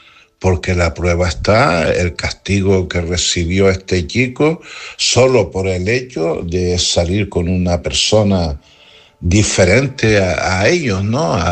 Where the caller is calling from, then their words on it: Canary Islands, Spain; desde Gran Canaria.